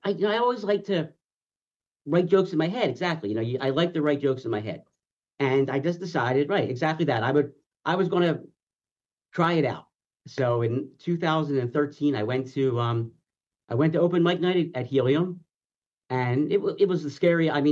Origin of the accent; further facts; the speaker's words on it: Philadelphia, Pennsylvania, United States; So I'm from Philadelphia. I'm there in Dallas for business.